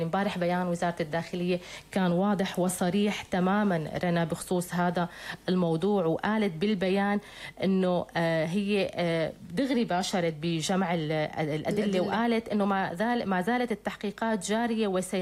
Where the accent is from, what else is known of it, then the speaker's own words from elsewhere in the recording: Syria; ونحن كسوريين كتير بكبر قلبنا هذا الشيء